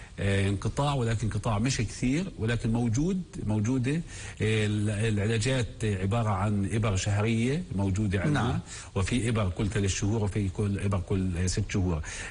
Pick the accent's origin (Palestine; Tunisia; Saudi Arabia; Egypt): Palestine; المتوسط اللي عندنا في فلسطين هنا